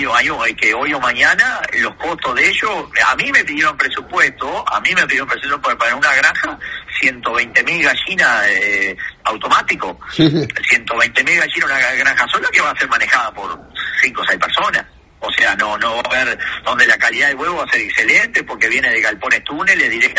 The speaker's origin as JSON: {"language": "Spanish", "country": "Uruguay"}